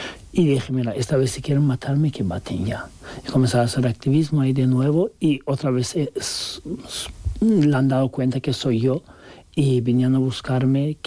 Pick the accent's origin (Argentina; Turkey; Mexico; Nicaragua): Turkey; Spanish is a second language; now in Spain; soy turco y podía pasar más fácil que los otros muchos